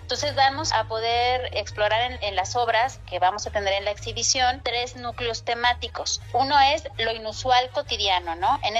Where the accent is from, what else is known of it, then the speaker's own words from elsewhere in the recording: Mexico; como mexicanos también nos ha gustado mucho explorar.